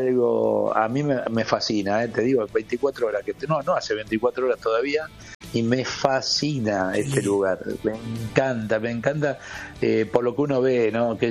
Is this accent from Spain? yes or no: no; Argentina; now in Naples, Italy; cuando estás acá y te das cuenta que te escuchan que sos argentino